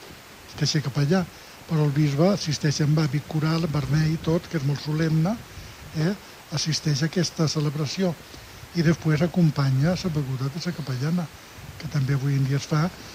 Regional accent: Mahón, Balearic Islands, Spain; jo som de Mor

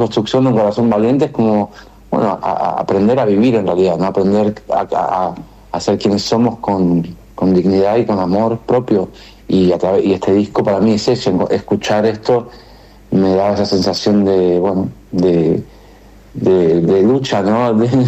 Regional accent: Rome, Lazio, Italy; También crecí en Roma, o sea que en diferentes idiomas ha sido.

